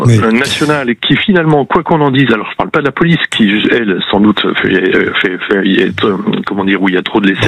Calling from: Bordeaux, Nouvelle-Aquitaine, France; Je suis à Bordeaux depuis hier soir. Enfin, j'habite Bordeaux

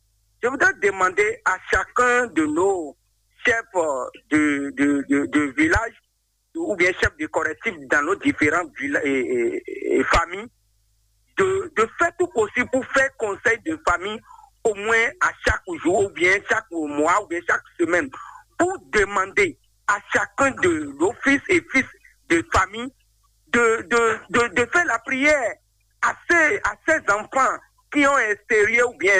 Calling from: Guinea; Je vous appelle depuis Guinée.

